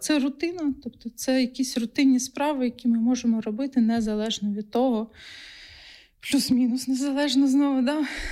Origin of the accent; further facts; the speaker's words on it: Huliaipole, Zaporizhzhia Oblast, Ukraine; moved away; я сама з Гуляйполя Запорізької області, нині окупованого